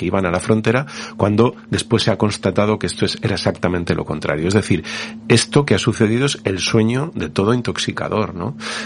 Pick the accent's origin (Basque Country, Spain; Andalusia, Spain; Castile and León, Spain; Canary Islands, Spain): Castile and León, Spain; Yo vengo de Castilla y León, que es una tierra en la que muere más gente de la que nace, mucha más gente de la que nace, en la que la pirámide poblacional está claramente invertida